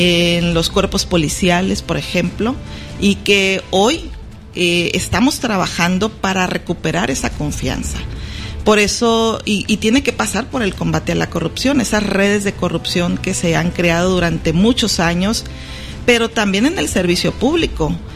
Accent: Chametla, Sinaloa, Mexico; Yo soy de Chametla, un campo pesquero del sur de Sinaloa.

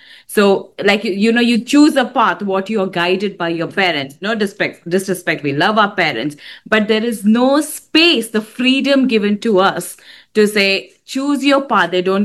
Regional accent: India; moved away; I've been born and brought up in India

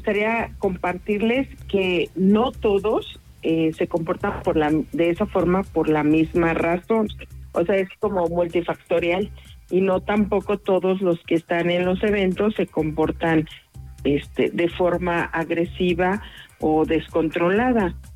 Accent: Mexico

